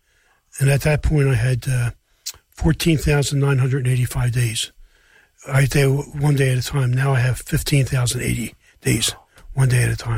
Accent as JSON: {"language": "English", "town": "Upper Darby", "region": "Pennsylvania", "country": "United States", "tie": "born or raised there", "said": "Well, I grew up in Upper Darby."}